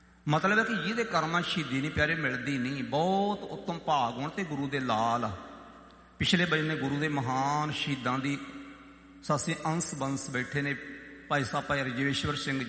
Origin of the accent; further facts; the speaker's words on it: Jhamka, Punjab, India; ਮੇਰਾ ਪਿੰਡ ਮਾਣੋਚਾਲ ਅਤੇ ਪੰਜਵੜ ਦੇ ਵਿਚਕਾਰ ਹੈ। ਮਾਣੋਚਾਲ ਸਾਡੇ ਇੱਧਰ ਹੈ ਅਤੇ ਪੰਜਵੜ ਸਾਡੇ ਇੱਧਰ ਹੈ। ਵਿੱਚ ਮੇਰਾ ਪਿੰਡ ਹੈ ਝਾਮਕਾ।